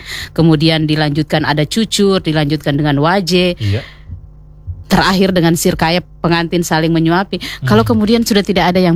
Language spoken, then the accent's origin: Indonesian; Southeast Sulawesi, Indonesia; Dan cucur itu sebenarnya bagian dari identitas kita sebagai orang Muna, entah orang Buton